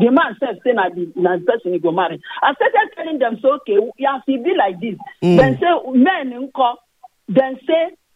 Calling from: Delta, Nigeria; I come from Delta State, Ndokwa East.

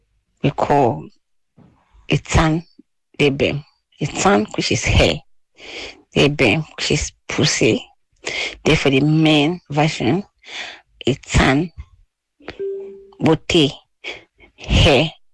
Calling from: Cross River, Nigeria; I'm from Cross River Bouquet.

